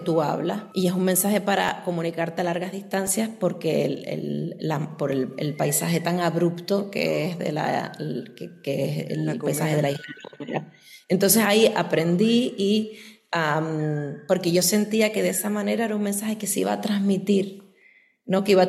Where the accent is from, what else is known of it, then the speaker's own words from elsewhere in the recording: Canary Islands, Spain; siempre estoy yo soy de las Islas Canarias y entonces mis ancestras, pues los ancestros de las Islas Canarias, en Tenerife en concreto, momificaban